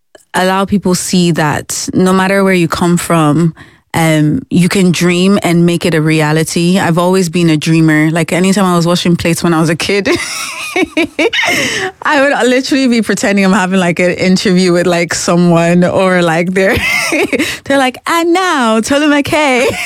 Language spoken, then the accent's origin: English; Nigeria; But as a Nigerian, and also growing up in a Christian household, you just have to comply, agree.